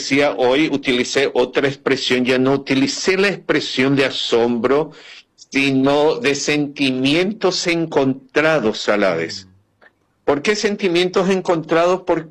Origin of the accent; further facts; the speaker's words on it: Asunción, Paraguay; yo soy asunceno